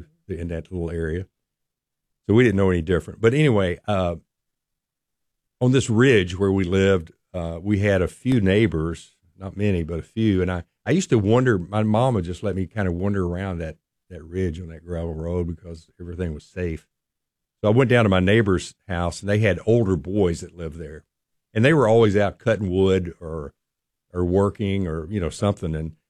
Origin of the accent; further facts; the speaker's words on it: Brownsville, Kentucky, United States; I'm from Brownsville, Kentucky.